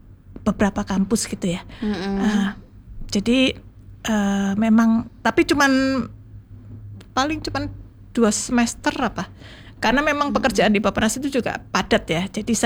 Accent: Mojokerto, East Java, Indonesia; born there; also born or lived in Jakarta; now in Surabaya, Indonesia; Kalau dulunya saya aslinya dari Mojokerto, Cakning.

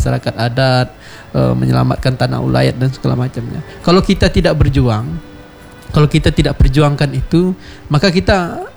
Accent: Riau, Indonesia

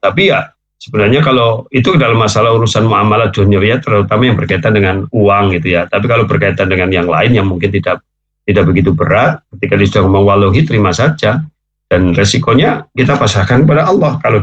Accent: Indonesia

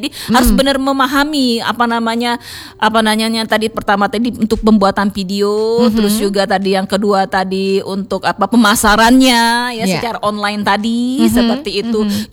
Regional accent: Palembang, South Sumatra, Indonesia; kita orang Palembang.

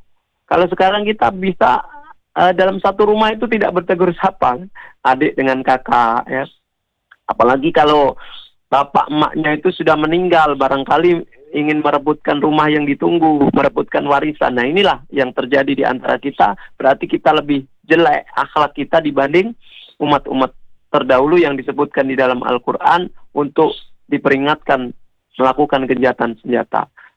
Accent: Java, Indonesia; saya orang Jawa juga Pak

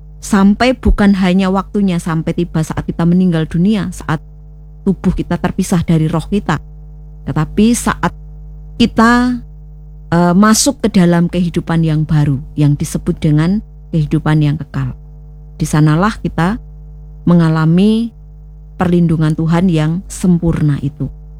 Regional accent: East Nusa Tenggara, Indonesia; now in Netherlands; seperti saya itu orang NTT. Kemudian saya tinggal di Belanda.

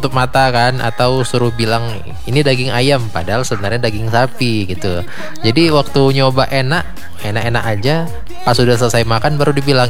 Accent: North Sumatra, Indonesia; also born or lived in Bengkulu; aslinya orang Sialang Buah di Serdang Bedage.

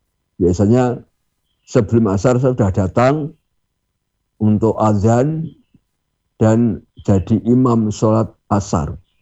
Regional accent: Java, Indonesia; Walaupun kita orang Jawa, keyakinan kejawen ya jangan diyakini

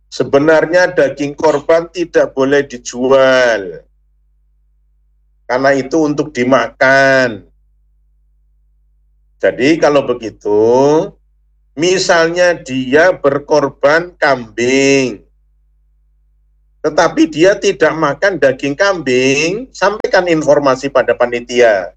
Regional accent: Banyumas, Central Java, Indonesia; Nah, maka sebaik-baiknya bahasa kita orang Banyumas tidak ngarani.

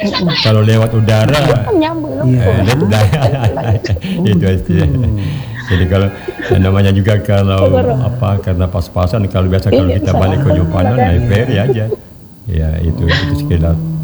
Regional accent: Sinjai, South Sulawesi, Indonesia; now in Makassar, Indonesia; kita ini juga sekarang merantau. Karena saya sendiri kan orang Sinjai

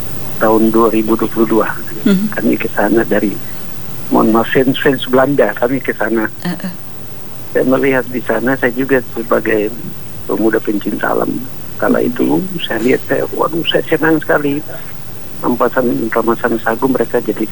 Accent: Bonggo, Papua, Indonesia; born there; now in Jayapura, Indonesia; Kami punya rumah dulu di Taronta di Bonggo, bapak saya Kapolsek tahun 60-an di sana.

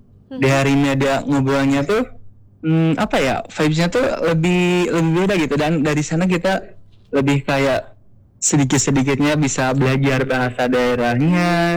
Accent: Cimahi, West Java, Indonesia; Kalau aku orang Cimahi asli, Kak.

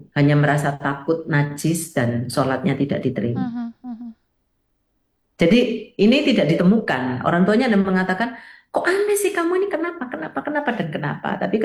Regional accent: Surabaya, East Java, Indonesia; Padahal kita orang Surabaya ngomong gitu.

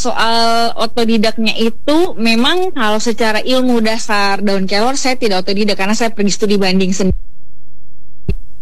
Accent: East Nusa Tenggara, Indonesia; moved away; saya lahir dan besar di Pulau Timor, kemudian saya pergi merantau, saya melihat dunia luar

